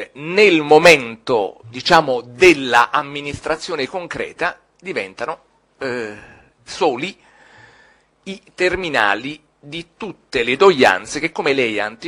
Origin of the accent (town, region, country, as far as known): Naples, Campania, Italy